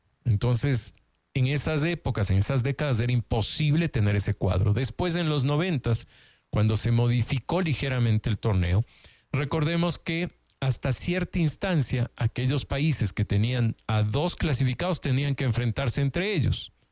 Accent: Ecuador

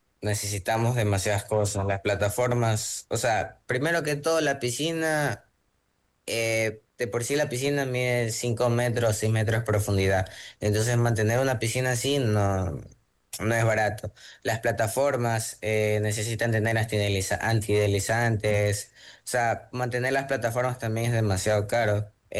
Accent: Ecuador; Es un orgullo siempre representar a Ecuador.

